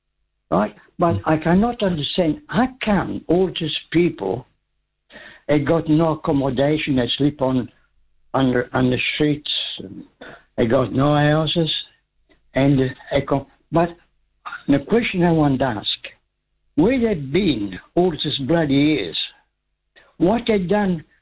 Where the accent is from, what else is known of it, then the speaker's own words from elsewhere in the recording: Italy; English is a second language; moved away as an adult; now in New Zealand; I come from Italy, and I left Italy home when I was 18 years old.